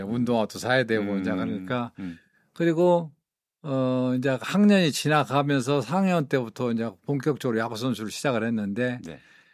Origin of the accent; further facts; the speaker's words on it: Jeonju, North Jeolla, South Korea; born there; also born or lived in Gunsan; 전주시 전동에서 태어나가지고